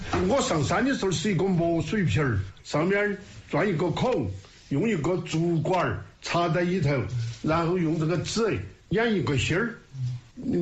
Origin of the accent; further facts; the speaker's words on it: Sichuan, China; 我们四川人读哈。